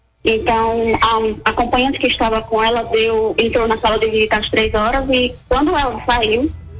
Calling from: Petrolina, Pernambuco, Brazil; Falo de Petrolina, Pernambuco.

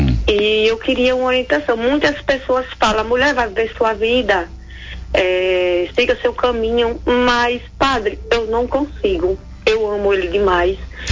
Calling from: Itabaianinha, Sergipe, Brazil; Sou da cidade de Itabaianinha, Sergipe.

